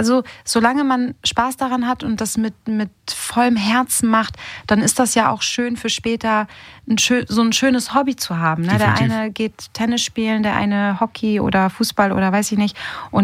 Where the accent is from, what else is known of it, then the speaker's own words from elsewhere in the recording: Hamburg, Germany; Ja, ich komme aus Hamburg. Ich bin ein Hamburger Mädchen mit italienischen Wurzeln. Meine Eltern sind Italiener. Ich bin aber geboren und aufgewachsen in Hamburg.